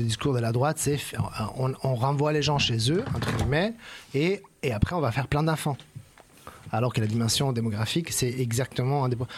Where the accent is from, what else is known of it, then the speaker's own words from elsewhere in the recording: Verona, Veneto, Italy; Moi, à chaque fois, je parle de ma ville natale, Vérone.